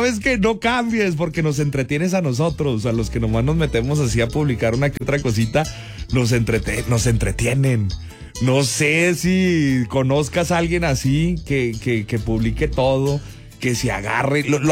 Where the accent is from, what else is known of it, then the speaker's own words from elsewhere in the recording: Mexico; Uno como mexicano, como que las malas cosas las tienes que hacer como broma para que no duela tanto.